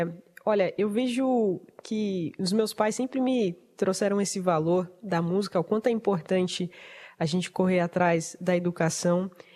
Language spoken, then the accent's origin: Portuguese; Cerquilho, São Paulo, Brazil; Eu sou de Serquilho, uma cidade no interior do estado de São Paulo